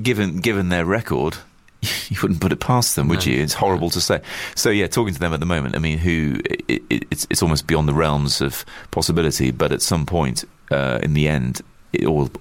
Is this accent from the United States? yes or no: no; Chester, North West England, United Kingdom; I'm from Chester. I work for the BBC, though. It was all beaten out of me when at the time when accents weren't de rigueur.